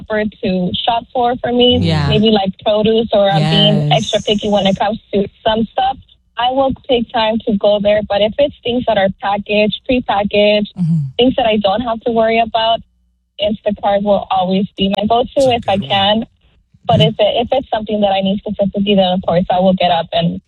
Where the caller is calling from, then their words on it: North Hollywood, California, United States; I'm calling from North Hollywood.